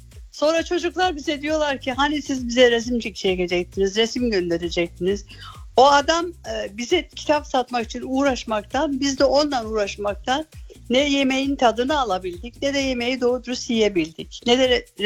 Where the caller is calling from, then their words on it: Berlin, Germany; Berlin'den, Zellendorf'tan.